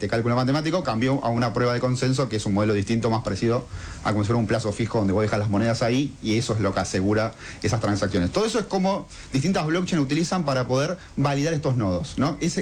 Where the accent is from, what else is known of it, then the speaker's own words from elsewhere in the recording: Argentina; lo que somos los argentinos